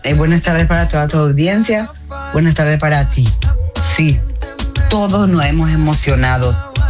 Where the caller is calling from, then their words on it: Paraguay; Seguimos siendo paraguayos, patriotas.